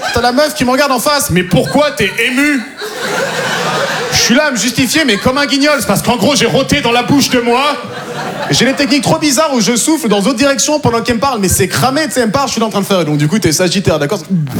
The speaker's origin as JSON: {"language": "French", "region": "Normandy", "country": "France", "tie": "born there", "said": "Tu me demandes tu viens d'où? Je te réponds honnêtement. Moi, je suis né en Normandie."}